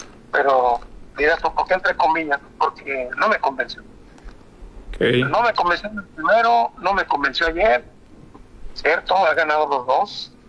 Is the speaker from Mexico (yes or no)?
yes; Mexico; Soy mexicano, me gana corazón, es un orgullo ser mexicano